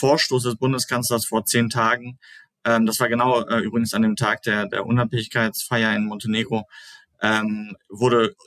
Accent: North Rhine-Westphalia, Germany; Ich komme aus dem Sauerland, das ist so ungefähr wie Dortmund die Größe

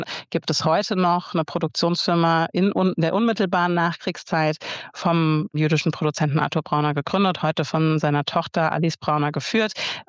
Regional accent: Berlin, Germany; Einen Film, den ich als Berlinerin sehr geliebt habe

